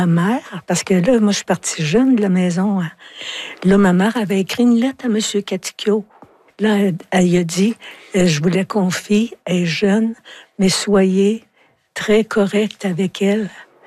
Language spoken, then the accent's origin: French; Quebec, Canada; Mais tu sais, je viens de l'Abitibi, puis je suis...